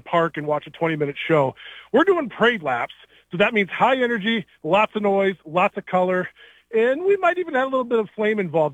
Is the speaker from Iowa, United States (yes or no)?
yes; Iowa, United States; now in New Hampton, United States; Well, I was raised here in Winnesha County for sure. Yeah, more or less. I live down in New Hampton now.